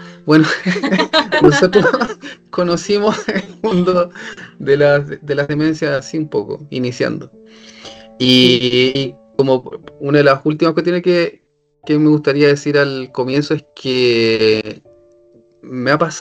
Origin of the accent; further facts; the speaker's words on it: Valparaíso, Chile; now in Santiago, Chile; nací en Valparaíso y me crié en Valparaíso, soy porteño.